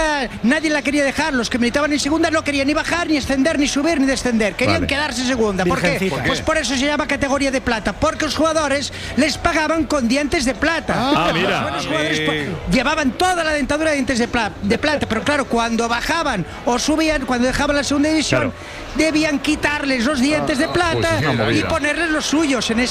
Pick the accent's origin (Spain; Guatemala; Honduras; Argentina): Spain; Vigo, Galicia; yo soy de Celta, Vigo, lo sabéis.